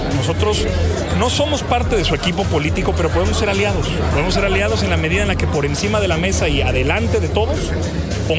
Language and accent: Spanish; Torreón, Coahuila, Mexico; Aquí yo tengo mi familia, aquí nací, aquí crecí, aquí me casé, aquí quiero que crezcan mis hijos.